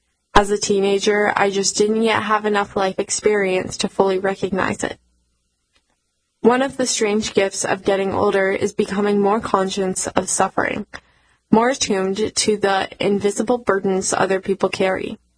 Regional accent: New Jersey, United States; His songs were woven into the experience of growing up in New Jersey. The shore, the parkway, football games, dinners, diners, humid summer nights, and the feelings that somewhere just beyond the edge of your little town, life was waiting.

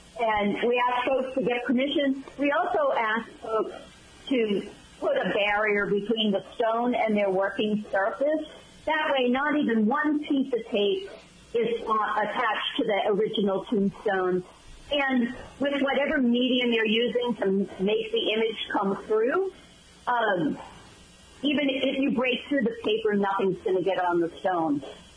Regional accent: Massachusetts, United States; So I will say I basically grew up in the cemetery. I grew up in Central Massachusetts. Mm-hmm. I am of a certain age

